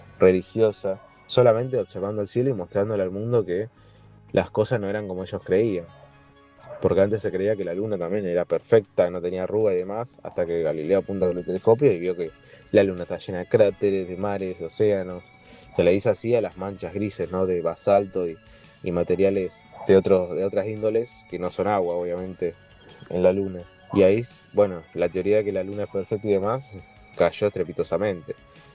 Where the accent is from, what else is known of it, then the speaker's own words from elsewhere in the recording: Rosario, Santa Fe, Argentina; de Rosario, seguimos con la columna de astronomía